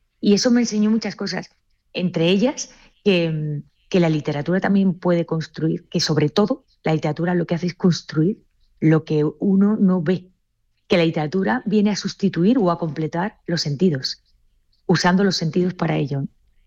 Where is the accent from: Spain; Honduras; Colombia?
Spain; Seville, Andalusia; Yo soy sevillana.